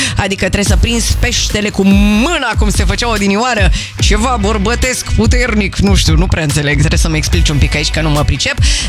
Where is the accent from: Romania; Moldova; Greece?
Romania; Râmnicu Vâlcea, Vâlcea County; Salut, sunt … din Râmnicu Vâlcea și vă întrebam apropo de competiția asta de somn din Japonia